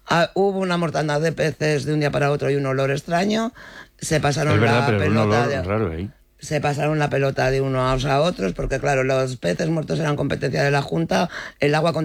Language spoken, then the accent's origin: Spanish; Castile and León, Spain; aunque somos castellanos y celebramos Villalar.